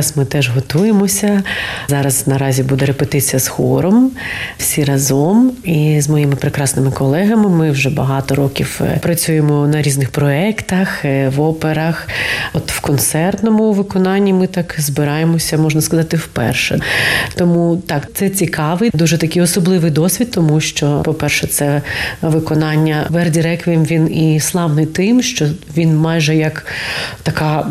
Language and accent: Ukrainian; Kyiv, Ukraine; Але мої корені в Києві. Я корінна киянка. Я там виросла, вивчилася і потім вже поїхала, як то кажуть, працювати за професією.